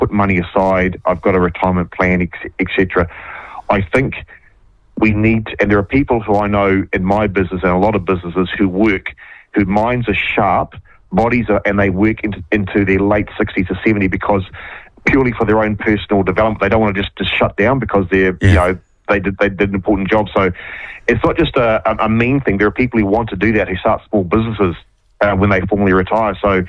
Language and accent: English; Waikato, New Zealand; I'm from the Waikato originally, but it's actually quite good.